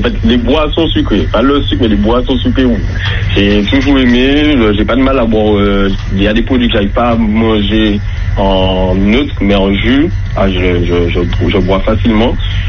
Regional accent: Sainte-Luce, Martinique; j'ai 26 ans, je suis de Sainte-Luce.

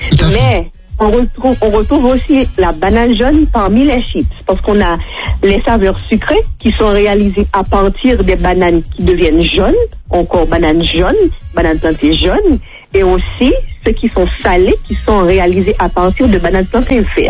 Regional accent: Haiti; je suis haïtienne.

